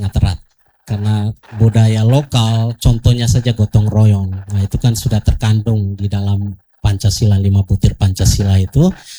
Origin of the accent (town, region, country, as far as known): Indonesia